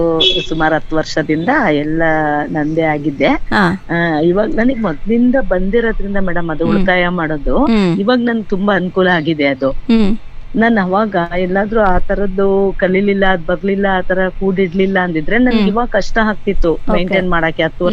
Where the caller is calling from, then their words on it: Neralagundi, Karnataka, India; ನಮ್ಮ ಊರ ಹೆಸರು ಹಂಗೆ ಇದೆ, ಊರಲ್ಲೂ ನೇರಳೆ ಮರ ಇದೆ. ಅದೇನಾ ಊರೇ ವಿಶೇಷವಾಗಿದೆ ಮೇಡಮ್, ತುಂಬಾ ಹಳ್ಳಿ ಗುಡ್ಡಗಾಡು ಮತ್ತೆ ಊರುಗಳೆಲ್ಲ ತುಂಬಾ ಸಣ್ಣ ಸಣ್ಣ ಹೊಂಡ ಏನೋ ಅಂತೀವಲ್ಲ ಜರಿ ತರ ಹಳ್ಳ ಕೊಳ್ಳಗಳು, ಅದೇನೋ ಊರು ಸುತ್ತ